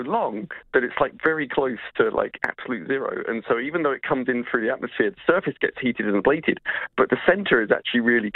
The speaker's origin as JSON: {"language": "English", "region": "England", "country": "United Kingdom", "accent": "English", "moved": "yes", "lives_now": "New Zealand", "said": "with my English accent"}